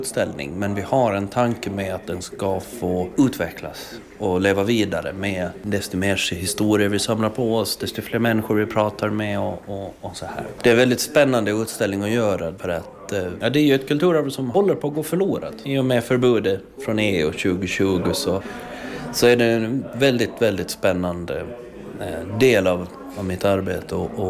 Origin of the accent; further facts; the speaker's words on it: Åland, Åland Islands; vi är ju alla ålänningar